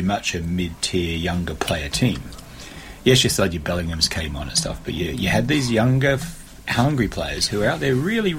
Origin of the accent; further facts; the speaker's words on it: Australia; moved away; as an Australian